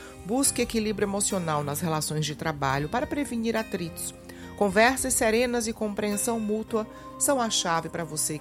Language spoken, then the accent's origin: Portuguese; Parnaíba, Piauí, Brazil; Hoje é aniversário da minha cidade. Não, do Parnaibanos. Ele é lá da minha cidade piauiense.